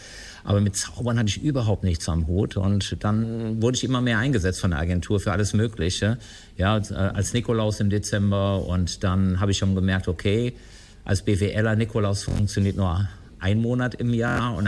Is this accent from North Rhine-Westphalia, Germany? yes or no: yes; Cologne, North Rhine-Westphalia, Germany; Also ich komme ursprünglich aus Köln, habe damals in Köln BWL studiert